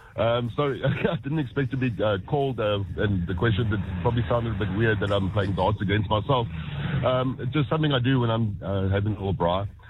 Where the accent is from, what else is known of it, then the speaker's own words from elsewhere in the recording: Tokyo, Japan; I remember growing up in Manzan, Tokyo, though.